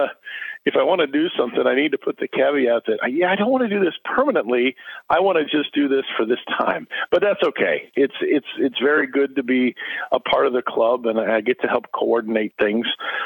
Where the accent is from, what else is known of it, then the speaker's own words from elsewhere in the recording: Mascoutah, Illinois, United States; So Mascoutah is my hometown. I moved all the way to Shiloh, 10 miles away, when I got married and graduated from college.